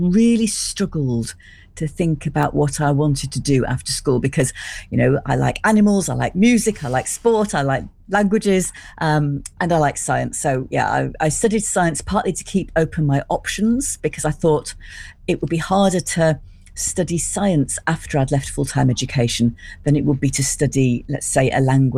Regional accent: Sheffield, Yorkshire and the Humber, United Kingdom; Yeah, I grew up in Sheffield.

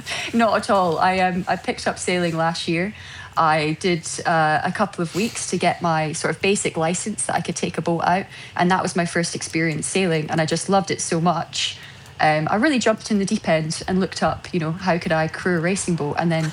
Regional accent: Scotland, United Kingdom; being Scottish, I think it's fantastic to have it as a really proper homecoming, coming back into Scotland.

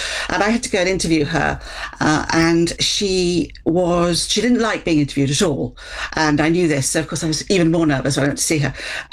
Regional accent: Midlands, United Kingdom; moved away; I come from a Midlands town. I was brought up in the Midlands

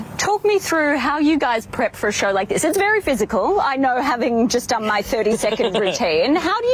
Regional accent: Melbourne, Victoria, Australia; We're both from Melbourne, we're both Australians.

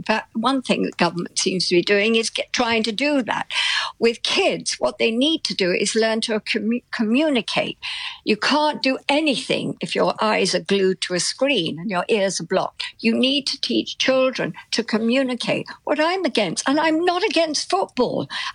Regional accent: United Kingdom; we're British.

